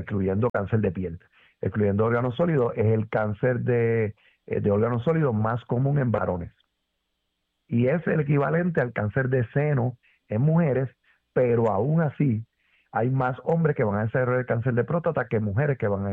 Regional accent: Puerto Rico; Los puertorriqueños tenemos una incidencia, somos los latinos, con la incidencia de cáncer de próstata más alta

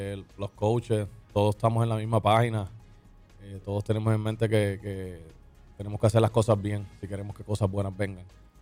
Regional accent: Moca, Puerto Rico; Yo soy de Moca, que tengo un apartamento aquí, pero no es que voy a estar todos los días.

